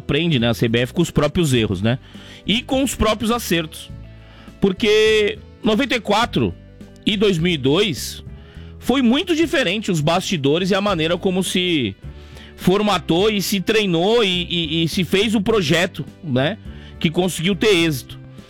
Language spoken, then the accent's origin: Portuguese; Brazil